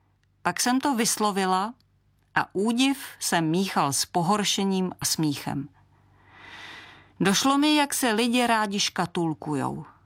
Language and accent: Czech; Polná, Vysočina Region, Czechia; Vyrůstala jsem v Polné na Kateřinově, to byl kout, kde se trochu zastavil čas, hlavně ve vztazích.